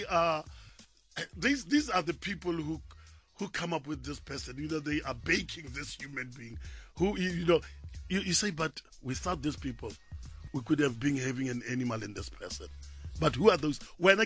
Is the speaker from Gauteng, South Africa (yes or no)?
yes; Mabopane, Gauteng, South Africa; I'm from Mabopane.